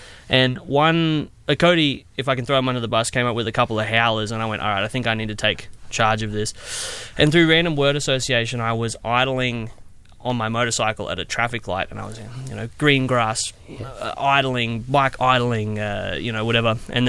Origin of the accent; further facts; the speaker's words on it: Caboolture, Queensland, Australia; And I am, in fact, a Caboolture Bogan